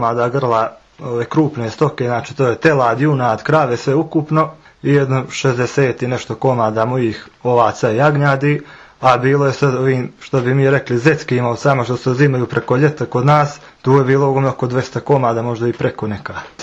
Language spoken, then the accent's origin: Serbian; Podgorica, Montenegro; born there; ja sam rođen dolje u Podgoricu, točnije u naselje Masline